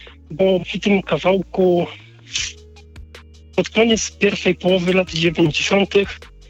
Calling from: Wojewodzin, Podlaskie Voivodeship, Poland; Cześć, dzwonię z Wojewodzina, województwo podlaskie, 4 km od Grajewa.

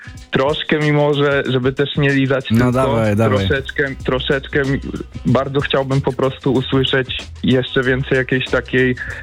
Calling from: Szczecin, West Pomeranian Voivodeship, Poland; jestem ze Szczecina akurat.

